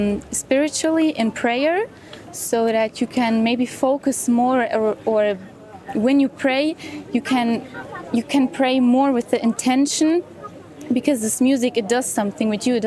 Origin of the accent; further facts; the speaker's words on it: Medjugorje, Federation of Bosnia and Herzegovina, Bosnia & Herzegovina; now in Germany; I'm actually from here, from Medjugorje.